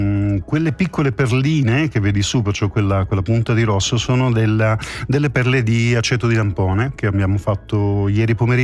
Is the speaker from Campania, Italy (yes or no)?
no; Mesagne, Apulia, Italy; Vengono dallo stesso mio paese, sì. Da meno credo parte del gruppo viene da Mesagne, provincia di Brindisi.